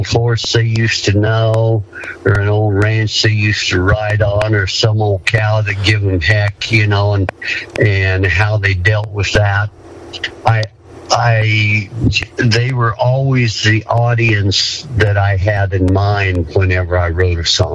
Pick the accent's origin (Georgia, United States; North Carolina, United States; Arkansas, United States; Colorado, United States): Colorado, United States; Greeley; Well, I'm from Greeley, Colorado, and Greeley's out on the eastern dry lands halfway between Denver and Cheyenne. And Greeley, when I was growing up, was about 18,000 people.